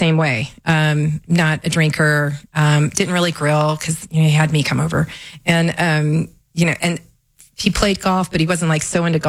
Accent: North Carolina, United States; So I'm from North Carolina.

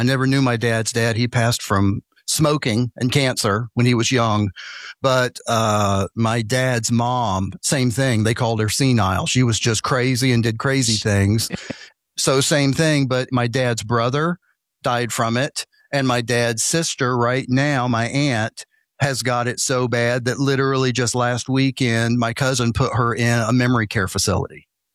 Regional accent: Tennessee, United States; more than 120,000 just here in my home state of Tennessee.

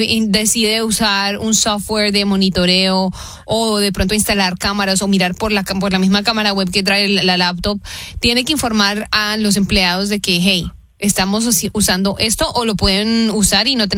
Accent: United States; diferente a personas como yo, que por ejemplo crecimos en los Estados Unidos

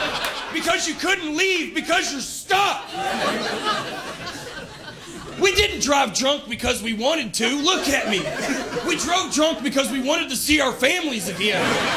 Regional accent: Alabama, United States; moved away as an adult; now in Denver, United States; Nice to meet you. I'm originally from Alabama. I moved to Denver about 9 years ago

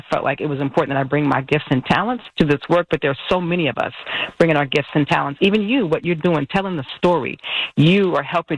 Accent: Oakland, California, United States; I'm born and raised in East Oakland, Deep East. Go Castlemont. 82nd, 84th. You know, I'm from East Oakland

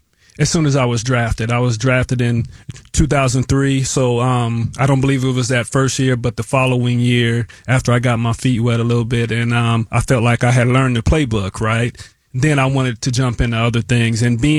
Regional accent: Tacoma, Washington, United States; born and raised in Tacoma. Big shout out to T-Town

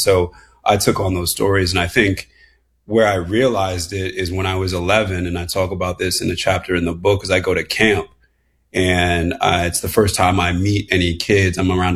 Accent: Harvard, Massachusetts, United States; not too far from where I grew up in Harvard, Mass. Still very affluent, still very white.

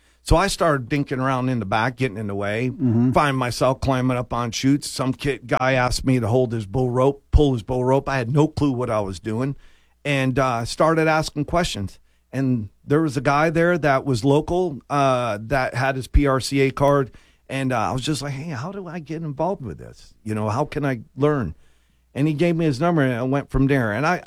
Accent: Florida, United States; And in Florida, growing up in Florida, there's lots of opportunities.

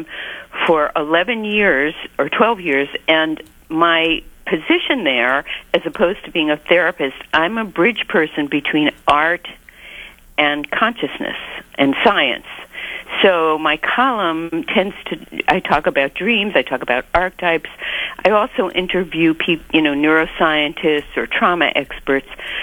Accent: Madison, Wisconsin, United States; We are from Madison, Wisconsin.

